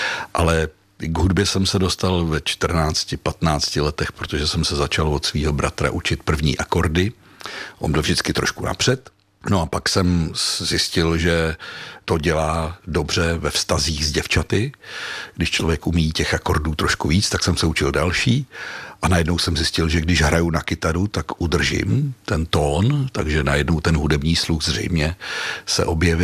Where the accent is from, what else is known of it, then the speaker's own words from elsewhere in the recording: South Bohemian Region, Czechia; moved away as an adult; i když už od 23 let žiju jinde, tak jsem pořád Jihočech tělem a duší